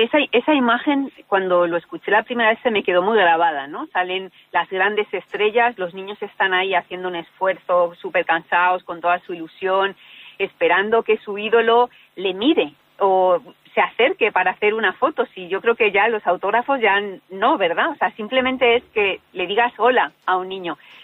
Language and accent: Spanish; Fuente-Álamo, Castilla-La Mancha, Spain; now in Madrid, Spain; Además, soy de Albacete, pero es que además yo vivo al lado del Santiago Bernabéu